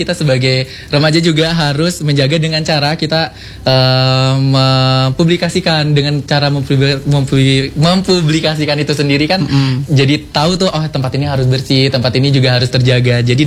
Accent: Kalianda, Lampung, Indonesia; karena aku asli dari Kalianda ya

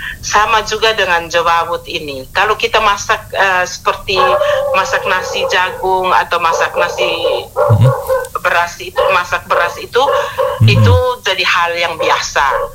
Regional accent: East Nusa Tenggara, Indonesia; masyarakat adat kami di desa Wogo.

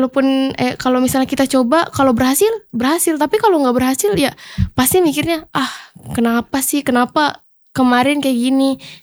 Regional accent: Papua, Indonesia; kita dari Papua kita tuh bisa.

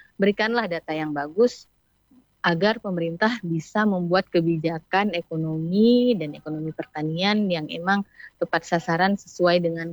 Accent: Aceh, Indonesia; Aceh Krukuh, saya dari Krukuh.

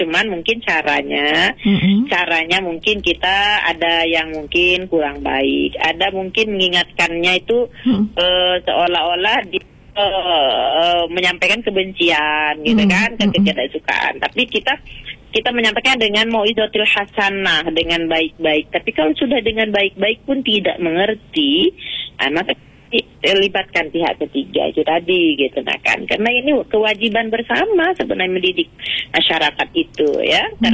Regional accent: Muara Bulian, Jambi, Indonesia; now in Jambi, Indonesia; Saya dulu juga dari Bulian, sekarang di Jambi.

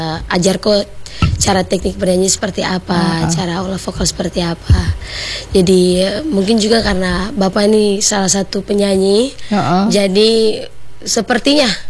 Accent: Kaimana, West Papua, Indonesia; Umur saya 25 tahun. Asal saya asli Kaimana, Peranakan Serui.

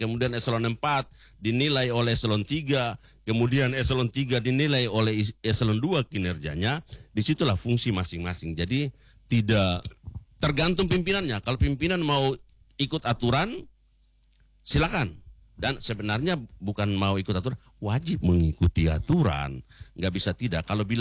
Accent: Papua, Indonesia; terutama kepada kita orang asli Papua.

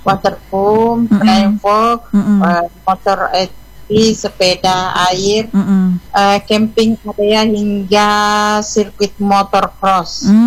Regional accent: South Sulawesi, Indonesia; mulai dari Pare-Pare itu sampai ke Datae, Lawawoi, Pangkajene, itu daerahku sini aja

